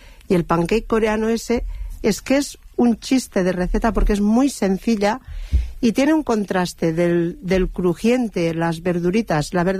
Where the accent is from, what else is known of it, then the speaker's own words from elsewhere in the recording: Lleida, Catalonia, Spain; Y yo, que es, yo soy de Lleida, entonces el día que hay un nubarrón ya estamos preparando las bolsas y las botas para ir a por caracoles.